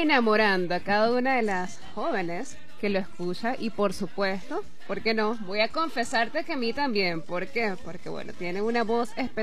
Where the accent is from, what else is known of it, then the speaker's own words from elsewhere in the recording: Venezuela; ese sentimiento que nos une como venezolanos